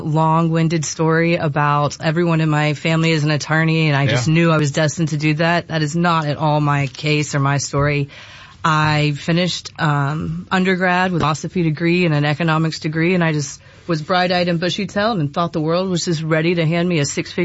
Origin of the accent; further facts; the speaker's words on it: Georgia, United States; also born or lived in Colorado Springs, United States; So raised in Cobb County, not born in Cobb County.